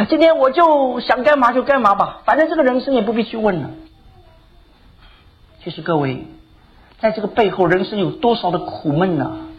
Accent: Taiwan; now in United States; 我讲我们从台湾来的

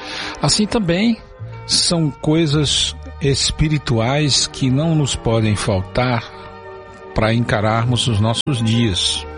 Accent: Brazil; nos achegamos a Ti como brasileiros

